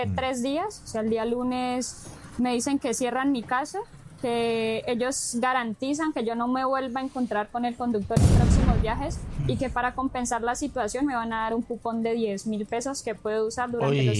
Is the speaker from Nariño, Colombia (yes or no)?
no; Popayán, Cauca, Colombia; moved away as an adult; Del Cauca, soy de Copaya.